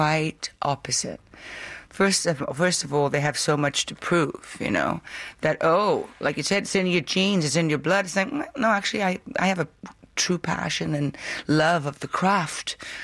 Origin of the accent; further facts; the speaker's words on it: Wales, United Kingdom; And I said, "I'm from Wales."